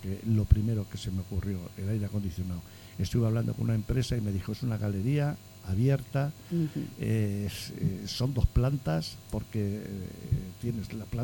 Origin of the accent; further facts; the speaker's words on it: Miguelturra, Castilla-La Mancha, Spain; me despido de vosotros y de los Miguel Turreños, vecinos de mi pueblo